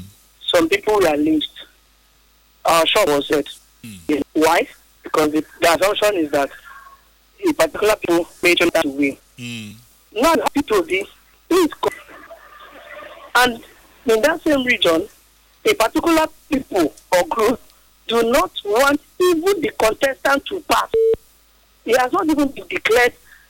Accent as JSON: {"language": "English", "region": "Northern Nigeria", "country": "Nigeria", "tie": "born or raised there", "said": "I was born and brought up in the north"}